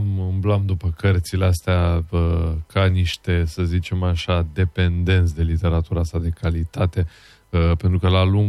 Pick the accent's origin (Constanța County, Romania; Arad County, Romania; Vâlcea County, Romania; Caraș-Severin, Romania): Caraș-Severin, Romania; Reșița; born there; moved away; also born or lived in New York; eu m-am născut la Reșița, un oraș minunat